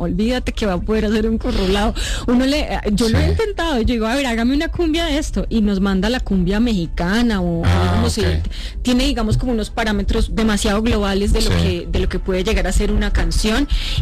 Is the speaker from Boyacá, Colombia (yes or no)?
yes; Tunja, Boyacá, Colombia; also born or lived in San Gil; now in Bogotá, Colombia; Pero vivo allá hace muchos años en Bogotá. Me crié en Tuja. Y me encanta la cultura afrocolombiana.